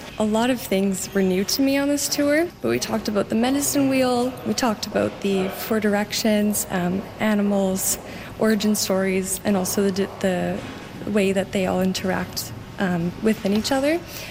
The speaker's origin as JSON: {"language": "English", "town": "Winnipeg", "region": "Manitoba", "country": "Canada", "lives_now": "Ottawa, Canada", "said": "And I'm a student from Winnipeg, Manitoba, now living in Ottawa."}